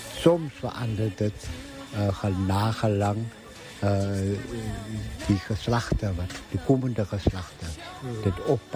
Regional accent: Lambert's Bay, Western Cape, South Africa; Ek is van Lambert's Bay.

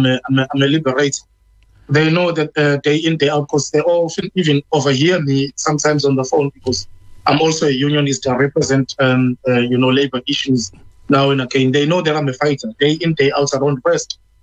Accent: KwaZulu-Natal, South Africa

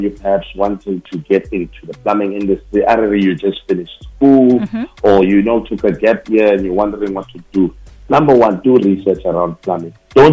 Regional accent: South Africa

